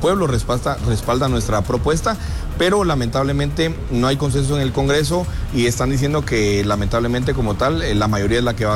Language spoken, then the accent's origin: Spanish; Guatemala; quienes estamos pagando los platos rotos somos los guatemaltecos